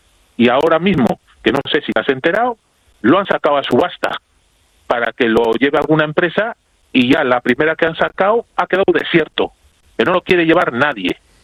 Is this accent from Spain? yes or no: yes; Bilbao, Basque Country, Spain; Yo soy de Bilbao. Y orgulloso de ser de Vizcaya.